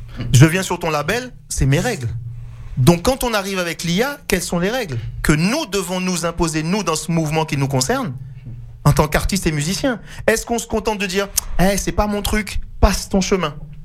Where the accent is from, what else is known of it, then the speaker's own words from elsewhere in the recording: Martinique; Je suis Martiniquais.